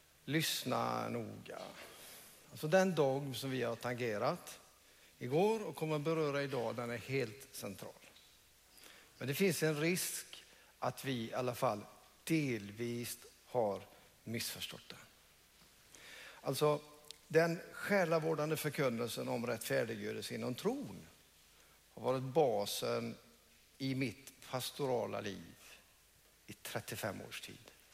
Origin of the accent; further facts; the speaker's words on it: Hönö, Västra Götaland County, Sweden; Jag är uppväxt i Hönö kyrka borta under Gösta Gustafsson och Gösta Karlman.